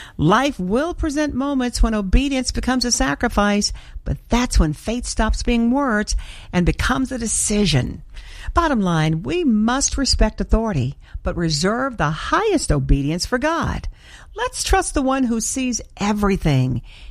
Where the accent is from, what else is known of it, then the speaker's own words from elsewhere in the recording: Arkansas, United States; I remember singing that song growing up in Arkansas.